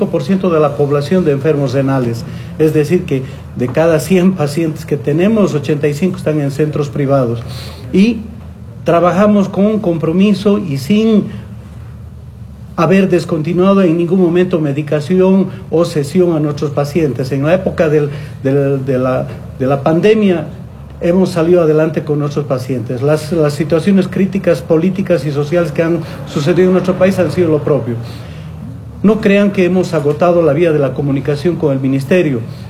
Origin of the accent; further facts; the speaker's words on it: Bolivia; Nosotros no somos extranjeros, somos bolivianos